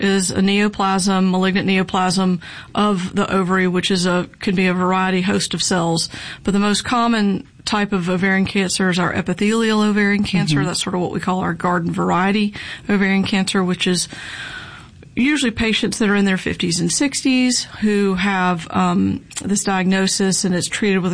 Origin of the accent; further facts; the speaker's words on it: Jackson, Mississippi, United States; moved away as an adult; also born or lived in Durham, North Carolina / Chapel Hill, North Carolina; So I'm originally from Mississippi, grew up here in Jackson, and came back as a physician and joined the University of Mississippi Medical Center in 2011.